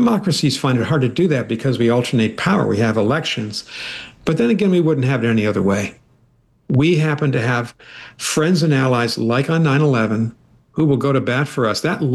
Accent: United States; I'm an American.

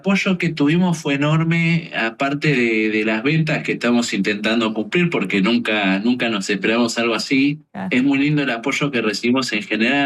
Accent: Mar del Plata, Buenos Aires Province, Argentina; somos dos pibes de Mar del Plata y no somos más que nadie

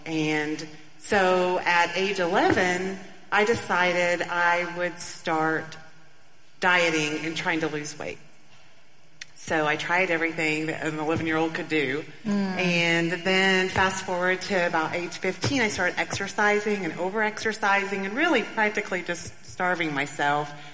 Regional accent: Bentonville, Arkansas, United States; Well, I grew up in Bentonville, Arkansas.

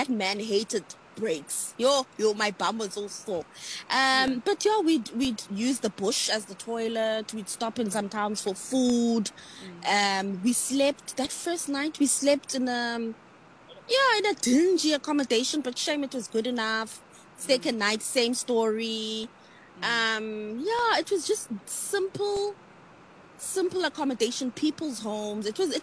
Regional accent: South Africa; as a South African.

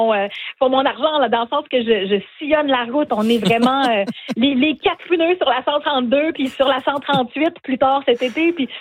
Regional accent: Maria, Quebec, Canada; moved away; Je suis à Matane. Je me sens dans mon patelin, pas très loin de chez moi, d'où je viens, de la Gaspésie, de la baie des Chaleurs.

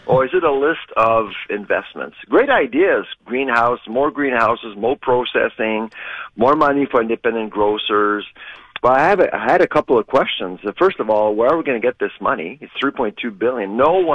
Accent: Quebec, Canada; I mean, I'm from Quebec, and, of course, Quebecers love love their meat, chicken, pork, and beef, great products out there.

